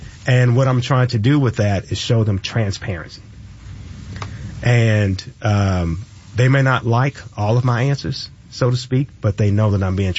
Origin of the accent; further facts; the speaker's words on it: Fort Valley, Georgia, United States; I grew up in Fort Valley, Georgia. Now, I will say I've always been proud to be from Fort Valley.